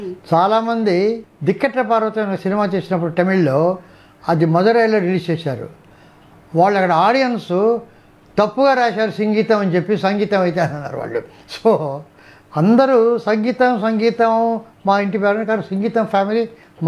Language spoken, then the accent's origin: Telugu; Gudur, Andhra Pradesh, India; చివరకు గూడూరులో అక్కడ మా ఫాదరు ఎక్కువ కాలం సెటిల్ అయ్యారు, ఒక 15 సంవత్సరాల. అప్పుడు నేను చిన్నప్పుడు వచ్చి అక్కడి నుంచి స్కూల్లో చేరి